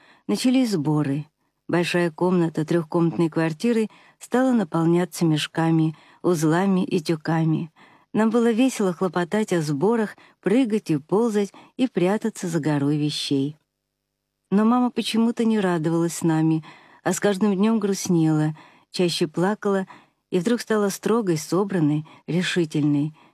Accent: Saint Petersburg, Russia; Я родилась в Ленинграде, и когда началась война, мне шел 5-й год.

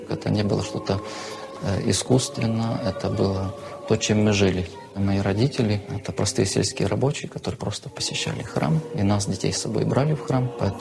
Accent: Chernivtsi Oblast, Ukraine; moved away as an adult; also born or lived in Siberia; now in Germany; Я родом с Буковины. Это Черновицкая область, западная Украина, граница Румынии и Молдавии.

